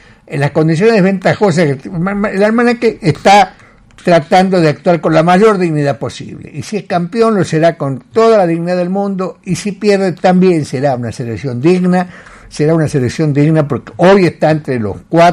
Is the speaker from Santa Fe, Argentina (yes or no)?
yes; Santa Fe, Argentina; Soy argentino y santafesino.